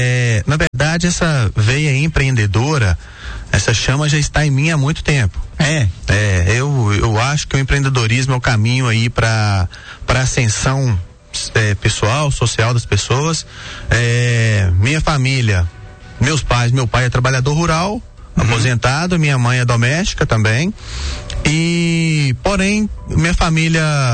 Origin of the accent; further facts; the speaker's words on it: Vargem Alegre, Minas Gerais, Brazil; moved away as an adult; now in Vale do Aço, Brazil; Também sou de Vargem Alegre, né? Me criei por lá, meus pais moram lá ainda. Fiquei lá até os 18 anos, onde me mudei aqui pro Vale do Aço.